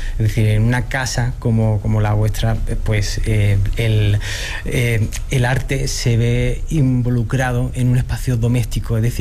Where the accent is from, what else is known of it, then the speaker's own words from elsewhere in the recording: Málaga, Andalusia, Spain; la identidad de de donde vengo, es decir, de Málaga, España, hacia México, ¿no?